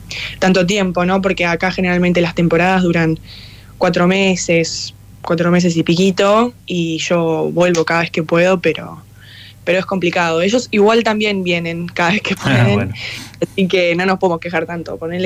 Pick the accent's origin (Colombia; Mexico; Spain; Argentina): Argentina; now in United States